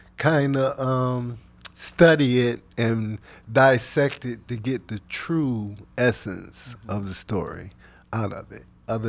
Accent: Rochester, New York, United States; I was raised in Van Acker projects.

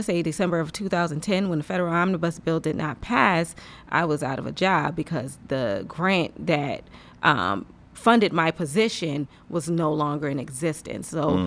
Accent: Rochester, New York, United States; I am, born and raised.

